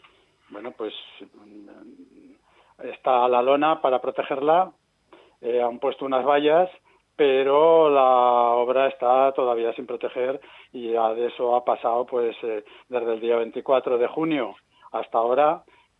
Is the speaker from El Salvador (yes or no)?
no; Aragon, Spain; los que tenemos que valorarla somos los aragoneses